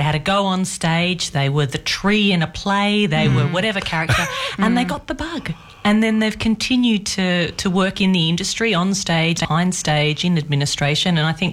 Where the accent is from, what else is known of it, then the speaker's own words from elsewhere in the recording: Sydney, New South Wales, Australia; also born or lived in Darwin; now in Canberra, Australia; Well, I'm originally from Sydney.